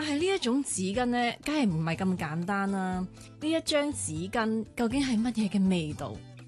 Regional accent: Hong Kong

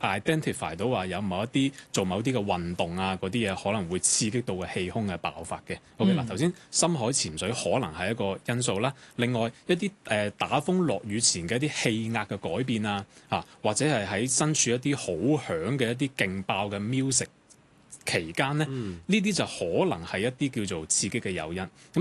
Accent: Guangdong, China; 其實只係我哋廣東人將佢講得特別盞鬼啲啊咁樣啫。

